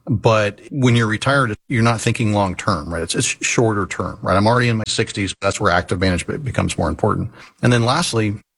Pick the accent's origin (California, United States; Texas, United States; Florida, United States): Florida, United States; born or raised there